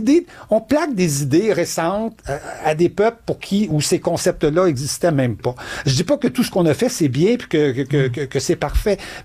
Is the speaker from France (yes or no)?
no; Quebec, Canada; Oui, mais on nous plaque l'histoire des Américains, on est des Québécois.